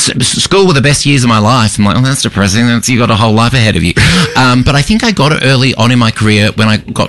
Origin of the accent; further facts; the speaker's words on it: Perth, Western Australia, Australia; Because I grew up in Perth in the same in Julie Bishop's electorate